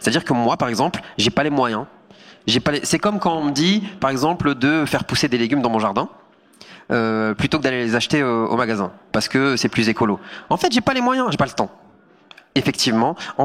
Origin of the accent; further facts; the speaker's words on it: Hauts-de-France, France; Moi, je viens du Nord, de la France.